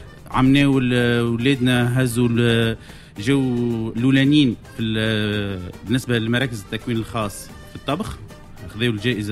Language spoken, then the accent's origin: Arabic; Tunisia; من اعز الكفاءات اللي عندنا في تونس